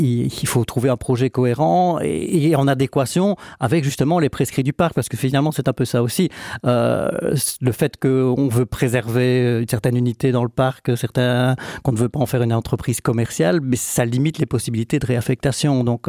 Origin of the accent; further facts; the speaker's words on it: Chaudfontaine, Wallonia, Belgium; born there; Moi étant plus âgé, j'en ai connu encore dans mon enfance à Chèvremont